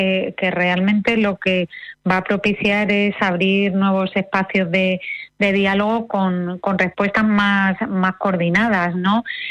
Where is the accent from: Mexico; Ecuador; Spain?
Spain; Andalusia; en todo lo que es nuestro territorio andaluz